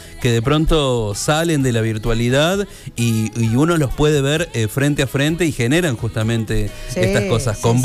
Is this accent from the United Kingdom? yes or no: no; Argentina; todo lo que estamos viviendo como argentinos